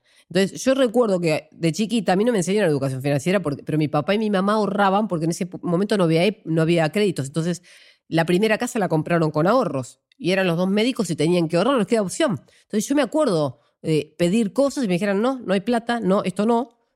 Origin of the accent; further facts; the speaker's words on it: Argentina; yo también soy argentina